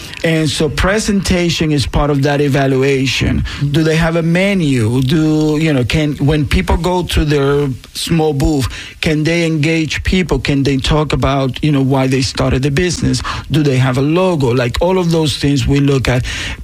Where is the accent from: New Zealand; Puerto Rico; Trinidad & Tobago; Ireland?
Puerto Rico; accent: Puerto Rican; I'm going to say Latinos because I am Latinos. You can hear my Puerto Rican accent.